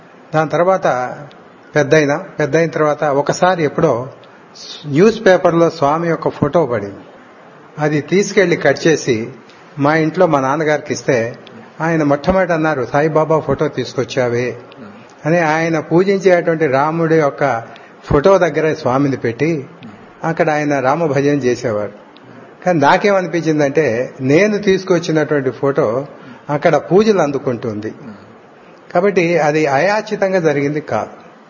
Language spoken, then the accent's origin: Telugu; Khammam, Telangana, India